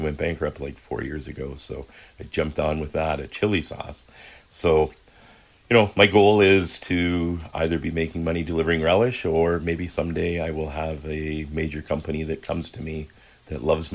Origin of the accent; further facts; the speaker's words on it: Guelph, Ontario, Canada; I come from Guelph. There was a little hot dog stand. It's still there.